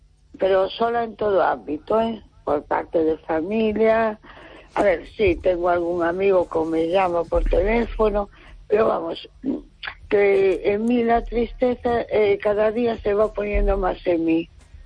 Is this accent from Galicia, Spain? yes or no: yes; A Coruña, Galicia, Spain; Hola, buenas noches. Soy … de Coruña.